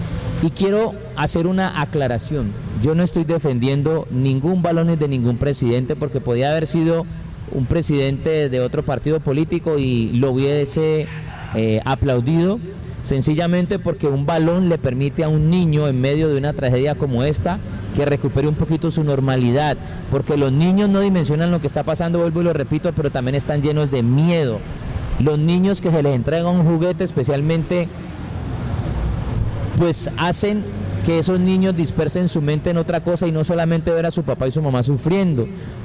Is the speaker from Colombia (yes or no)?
yes; Cali, Valle del Cauca, Colombia